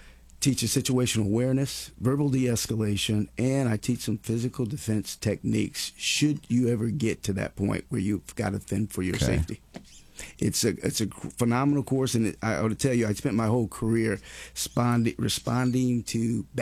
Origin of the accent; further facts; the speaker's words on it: Akron, Ohio, United States; Now, I come from Akron, very small community.